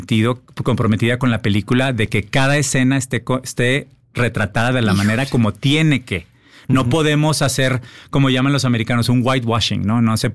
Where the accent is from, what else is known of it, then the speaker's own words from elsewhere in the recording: Mexico; now in United States; también soy un mexicano que vive en Estados Unidos.